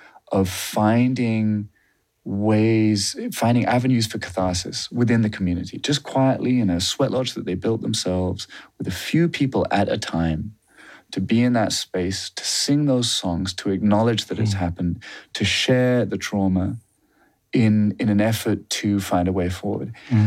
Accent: United Kingdom

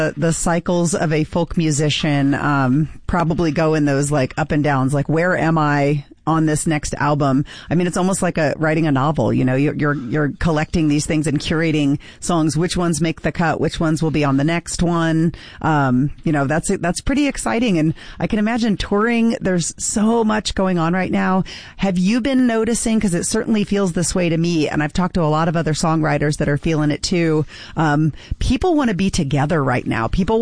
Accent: Kansas City, United States; I grew up in Kansas City

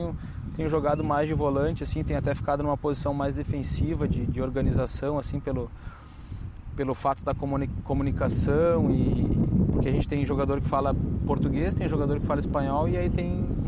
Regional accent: Rio Grande do Sul, Brazil; moved away as an adult; also born or lived in Dubai; now in United States; eu sou de lá, né? Eu sou gaúcho, então as minhas raízes, a minha família está toda lá

